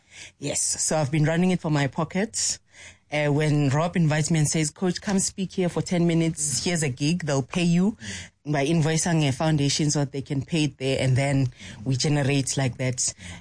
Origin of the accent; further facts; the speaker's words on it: Alexandra, Gauteng, South Africa; I come from Alex. And why am I successful today? Because that community helped me. I started playing my football there, grew up there, went to school there.